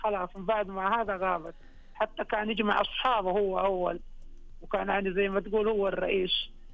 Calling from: Jeddah, Makkah Province, Saudi Arabia

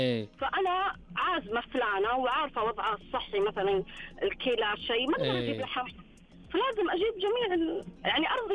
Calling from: Jubail, Eastern Province, Saudi Arabia; انا من الجبيل الصناعيه.

